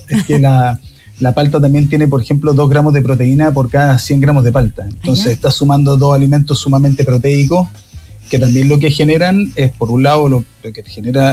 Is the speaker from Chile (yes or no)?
yes; Chile; particularmente nosotros los chilenos la comemos en casi todas las ocasiones de consumo que tenemos.